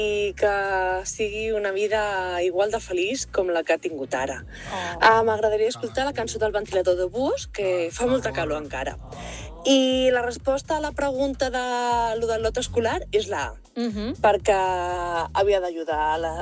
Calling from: Calafell, Catalonia, Spain; de Segur de Calafell.

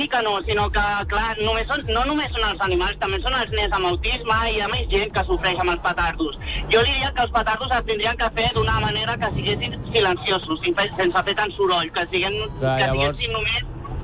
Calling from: Sant Vicenç de Castellet, Catalonia, Spain; estic sortint ara mateix de Sant Vicenç de Castellet.

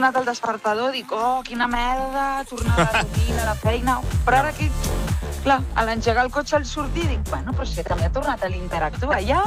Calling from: Sabadell, Catalonia, Spain; de Sabadell.

